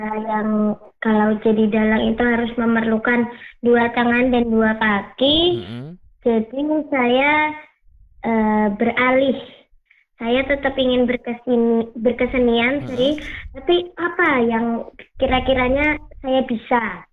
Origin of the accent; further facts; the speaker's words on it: Tangerang, Banten, Indonesia; Sebenarnya saya itu walaupun lahir besar di Tangerang, tapi dari kecil itu saya masih suka diedukasi tentang budaya Jawa.